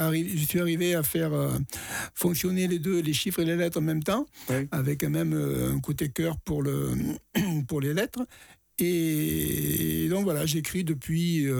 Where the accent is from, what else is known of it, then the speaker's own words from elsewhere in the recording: Nîmes, Occitanie, France; moved away as an adult; also born or lived in Paris; now in Calvisson, France; Je suis originaire de Nîmes et j'habitais Calvisson.